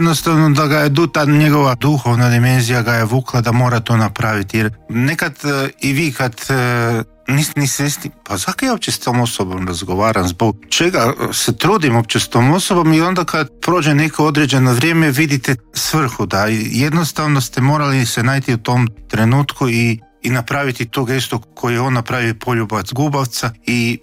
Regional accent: Croatia; pogotovo kod nas u Hrvatskoj

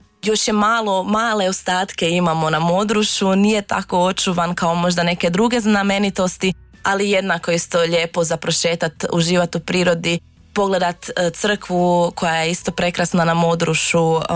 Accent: Karlovac County, Croatia; Pa svakako bi prvo krenula sa nekim ljepotama u Zagorju Ogulinskom, ipak je to moj rodni kraj

